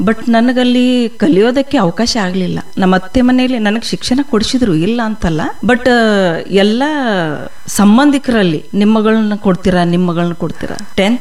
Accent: Ankali, Karnataka, India; also born or lived in Halatti, Chikkodi taluk; ನನ್ನ ಬಾಲ್ಯ ಎಲ್ಲ ಅಂಕ್ಲಿ ಗ್ರಾಮದಲ್ಲೇ ಆಗಿರೋದು, ನಮ್ಮ ಅತ್ತೆ ಸೋದರತ್ತೆ ಮನೆಯಲ್ಲಿ.

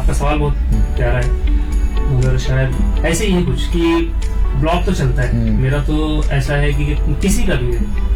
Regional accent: Lucknow, Uttar Pradesh, India; मैं लखनऊ से हूँ, तो मेरी उर्दू थोड़ी अच्छी ग्रिप है उर्दू पे, मगर उतनी भी अच्छी नहीं

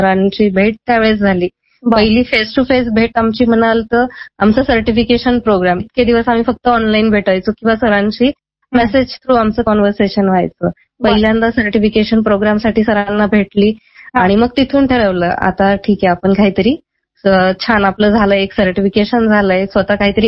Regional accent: Nashik, Maharashtra, India; मी मूळची नाशिकचीच आहे, लग्नानंतर मी माझं MSc पूर्ण केलं।

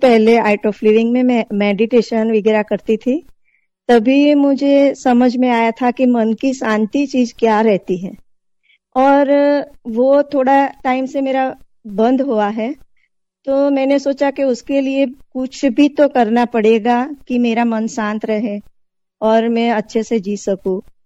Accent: Surat, Gujarat, India; मैं सूरत से हूँ।

